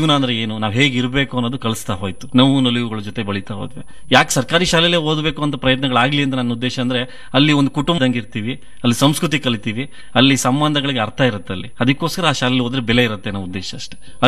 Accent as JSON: {"language": "Kannada", "town": "Kargal", "region": "Karnataka", "country": "India", "tie": "born there", "also_born_or_lived": "Gersoppa / Sagar / Davanagere / Bengaluru", "said": "ಆಮೇಲೆ 9th-10th ಕಾರ್ಗಲ್ ಅನ್ನೋ ಸ್ಥಳದ ಜೋಗ ಕಾರ್ಗಲಲ್ಲಿ ಮಾಡಿದ್ವಿ. ಆಮೇಲೆ P U C first year ಮತ್ತು ಸೆಕೆಂಡ್ ಇಯರ್ನ ಜೋಗದಲ್ಲಿ ಆರ್ಟ್ಸ್ ಸಬ್ಜೆಕ್ಟ್ ತಗೊಂಡ್ಬಿಟ್ಟು ನಾನು ಜೋಗದಲ್ಲಿ ಓದ್ದೆ."}